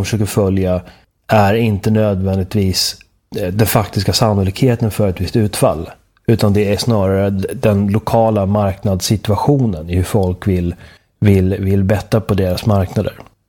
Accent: Sweden; jag ska inte säga att jag är likgiltig inför att jag kommer från Sverige.

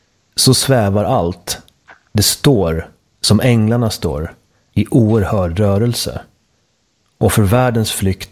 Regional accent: Västmanland County, Sweden; Jag är också västmanlänning. Och du också, Boris. Va?

